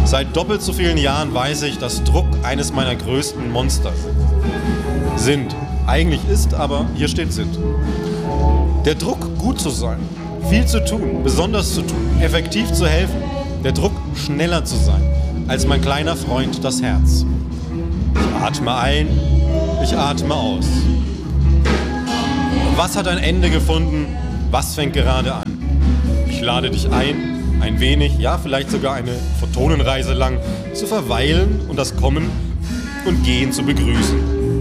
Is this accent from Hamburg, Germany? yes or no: no; Bavaria, Germany; Genau, das holt mich nämlich ab, weil ich bin Franke.